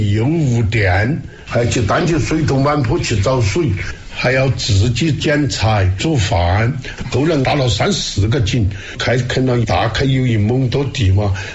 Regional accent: Sichuan, China; 你们叫热闹，我们四川人叫闹热。

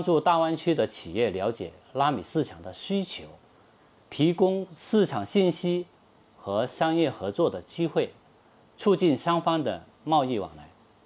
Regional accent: China; moved away as an adult; now in Panama; 我出国的时候是86年，当时我是20岁。我们从小在中国长大，受中国的教育。

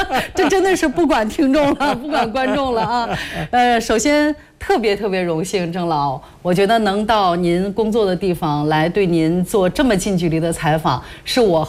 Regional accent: Shanxi, China; 其实我和郑老呢是半个老乡，郑老是陕西渭南人，我是山西晋南人。那我觉得咱俩用家乡话吧，

